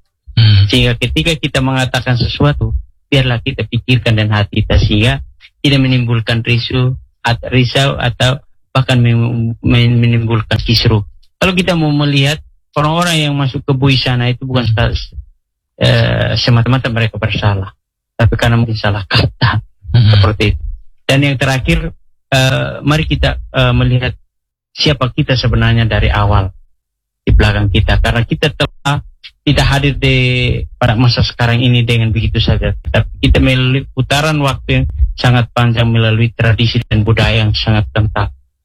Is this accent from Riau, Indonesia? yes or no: no; East Nusa Tenggara, Indonesia